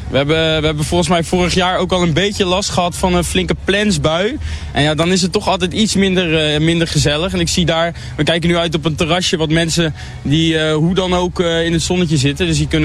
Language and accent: Dutch; Steenbergen, North Brabant, Netherlands; We komen uit Steenbergen.